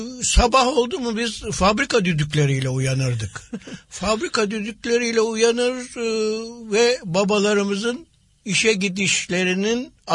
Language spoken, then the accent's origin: Turkish; Istanbul, Turkey; Ben İstanbul'un kenar mahallelerinden birinde, Karagümrük'te doğdum. Ve bir işçi mahallesiydi benim doğduğum yer.